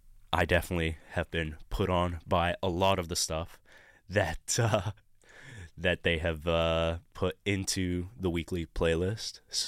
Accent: Egypt; now in Australia; I've been here for 5 years and I had never heard that before. I'm coming from Egypt where it's just constant dry heat

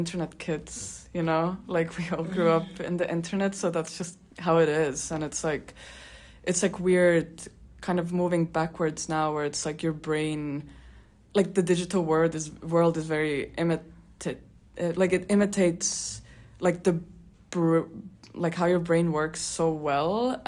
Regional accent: Estonia; moved away; I'm from Estonia

